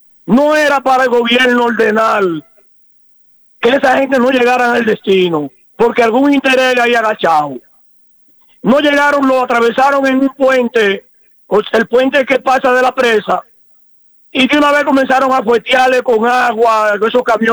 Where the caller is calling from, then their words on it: Baní, Peravia, Dominican Republic; Nosotros somos de aquí de Baní y estamos indignados, que estamos lejos de San Juan.